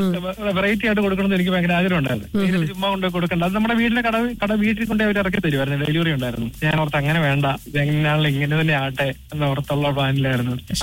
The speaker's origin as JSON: {"language": "Malayalam", "town": "Arpookara", "region": "Kerala", "country": "India", "said": "കോട്ടയം ആർപ്പുക്കര എന്ന് പറയും, medical college ഹോസ്പിറ്റലിന്റെ അടുത്തല്ല നമ്മുടെ വീടെല്ലാം"}